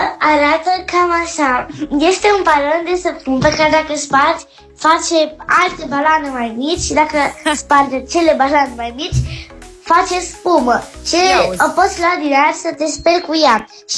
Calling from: Cluj-Napoca, Cluj County, Romania; din Cluj, am 9 ani.

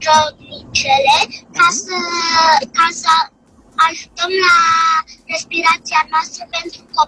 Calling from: Bucharest, Romania; din București, am 7 ani

